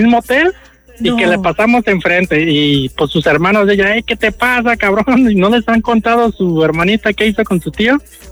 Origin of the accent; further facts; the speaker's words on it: Guadalajara, Jalisco, Mexico; Que me regreso para donde nosotros somos de acá de Guadalajara y estamos en Puerto Vallarta